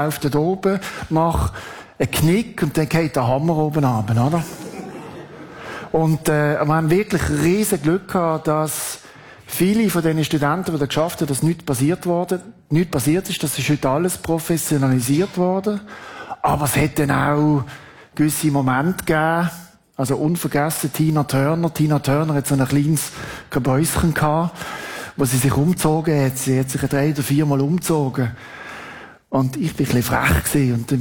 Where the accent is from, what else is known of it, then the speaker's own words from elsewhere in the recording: Basel, Basel-Stadt, Switzerland; ich bin in Basel aufgewachsen. Dort sind die grossen Rockshows gesehen im Jockeli-Stadion, oder?